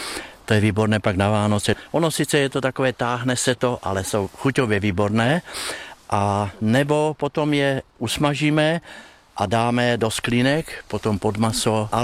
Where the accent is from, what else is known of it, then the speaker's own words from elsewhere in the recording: Bruntál, Moravian-Silesian Region, Czechia; My tady už jezdíme možná 20 roků a jsme z Bruntálu.